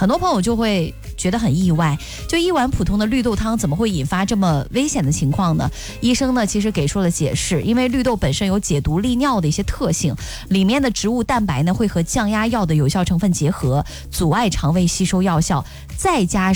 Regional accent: Henan, China; 我们河南人哈

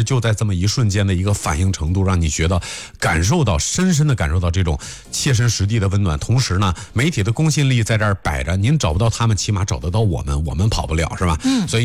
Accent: Henan, China; 咱们河南人

